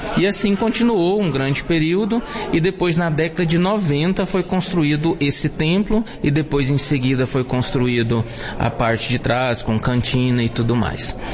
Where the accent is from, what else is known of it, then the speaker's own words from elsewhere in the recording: Cristianópolis, Goiás, Brazil; moved away as an adult; Eu fui com 22 anos, eu fui para Portugal, independente, estava longe dos caminhos do Senhor, sou oriundo de Cristianópolis, e depois em Portugal eu me reconcilio com o Senhor